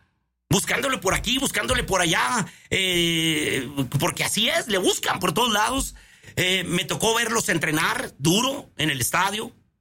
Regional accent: Camargo, Chihuahua, Mexico; born there; soy de Camargo, nací en Camargo, soy mazorquero, quiero a mi gente de Camargo

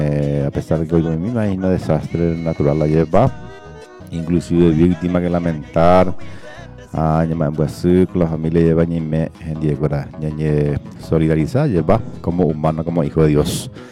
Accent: Paraguay; como buen paraguayo que somos

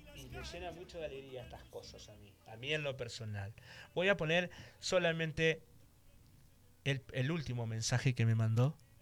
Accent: Reconquista, Santa Fe, Argentina

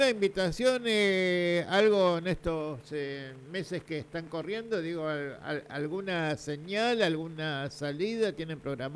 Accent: Argentina

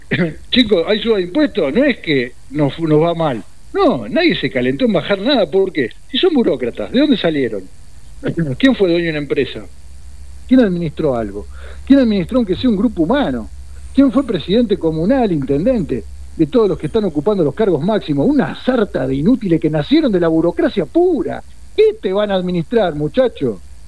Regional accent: Argentina; Yo soy argentino.

